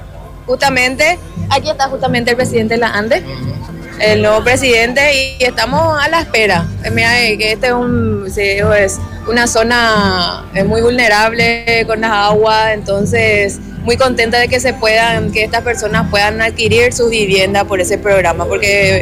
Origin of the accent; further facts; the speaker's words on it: Luque, Central, Paraguay; Yo como paraguaya y luqueña